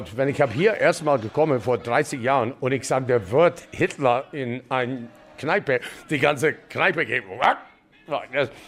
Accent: Canada; German is a second language; now in Germany; ich als Kanadier, scheißegal, ich bin hier so lang

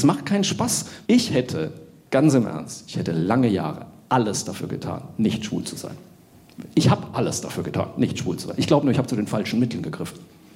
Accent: Bavaria, Germany; now in Cologne, Germany; ich bin in Unterfranken auf dem Land aufgewachsen. Bei uns warst du schon Außenseiter, wenn du evangelisch warst.

